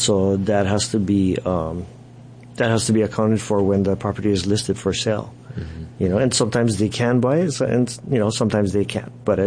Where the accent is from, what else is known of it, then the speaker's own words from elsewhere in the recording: Hawaii, United States; I'm born and raised in Hawaii.